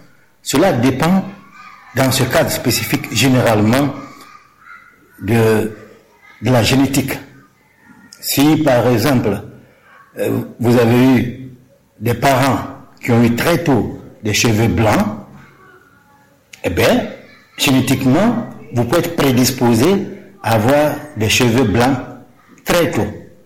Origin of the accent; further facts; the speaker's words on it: Guinea; chez nous en Guinée